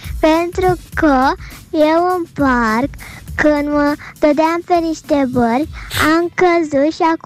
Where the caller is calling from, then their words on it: Popești, Romania; Eu sunt … din Popești, am 8 ani